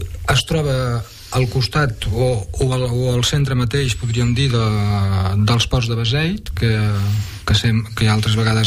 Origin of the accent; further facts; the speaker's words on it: Reus, Catalonia, Spain; jo sóc d'un poble de gairebé 100.000 habitants que es diu Reus.